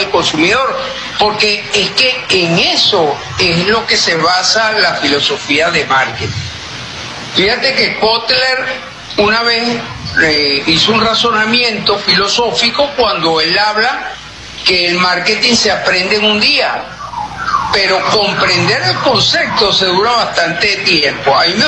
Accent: Venezuela; Valoramos la solidaridad como venezolanos.

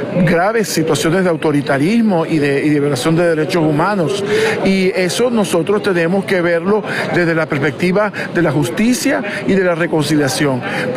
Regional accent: Venezuela; como venezolano y como ciudadano y como miembro de la Iglesia

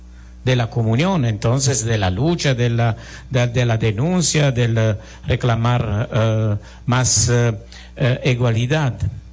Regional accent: Italy; Spanish is a second language; moved away as an adult; also born or lived in Jocotán, Guatemala; soy un sacerdote italiano. Estoy aquí solamente por un tiempo de vacaciones. Yo conozco Guatemala hace muchos años

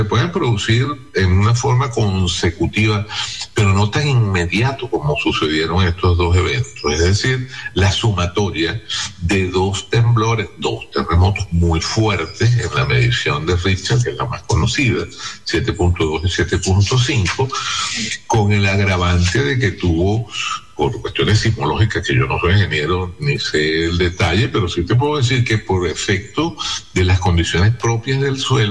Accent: Venezuela

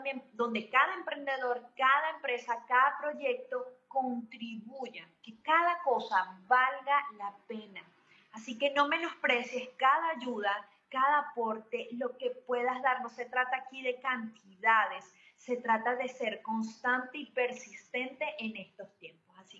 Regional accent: Venezuela; now in Barquisimeto, Venezuela; como venezolanos estamos en un completo duelo

